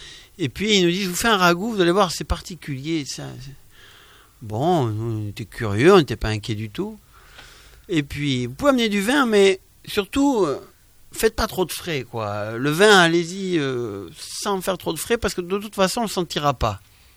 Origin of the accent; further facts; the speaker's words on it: Hossegor, Nouvelle-Aquitaine, France; now in Saint-Sever, France; Moi, j'ai grandi à Hossegor, je vis maintenant à Saint-Sever en Chalosse, mais j'ai grandi à Hossegor. Et j'ai 42 ans